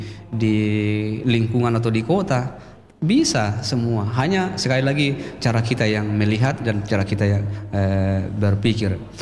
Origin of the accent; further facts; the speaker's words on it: Mamasa, West Sulawesi, Indonesia; identitas kita sebagai orang Mamasa, orang Sulawesi Barat, dan bahkan orang Indonesia.